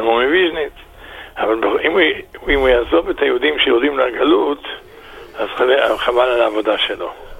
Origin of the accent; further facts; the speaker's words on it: Bnei Brak, Tel Aviv District, Israel; born there; הבית שלנו היה ברחוב אלחריזי 6 בבני ברק